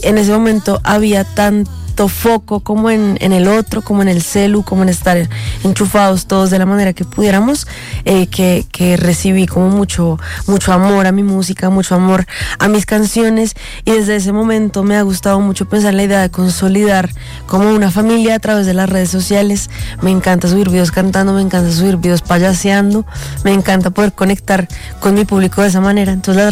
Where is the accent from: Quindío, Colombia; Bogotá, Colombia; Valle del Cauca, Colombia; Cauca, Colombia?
Bogotá, Colombia; Yo soy bogotana, como decías tú.